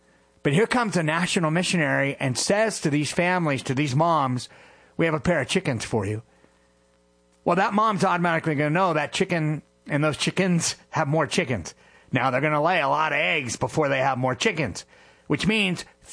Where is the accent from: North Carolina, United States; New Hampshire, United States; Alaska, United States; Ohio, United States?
New Hampshire, United States; I grew up in New Hampshire, so I'm, you know, just north of here.